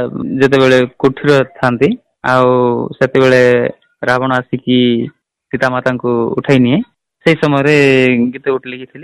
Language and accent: Odia; Chandrasundiguda, Odisha, India; ମୋ ନିଜ ଗାଁରେ ଶିଖେଇଥିଲି ଚନ୍ଦ୍ରଶୁଣ୍ଡିଗୁଡ଼ା